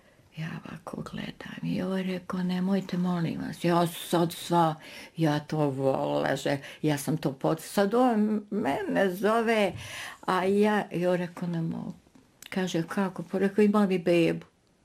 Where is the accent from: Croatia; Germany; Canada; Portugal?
Croatia; Požega, Požega-Slavonia County; born there; Ja sam treća generacija rođena u Slavonskoj Požegi. A ona prva, a to je baka moje majke, po ženskoj liniji govorim sad, je rodom iz Gospić, Brinje, Donji Lapac.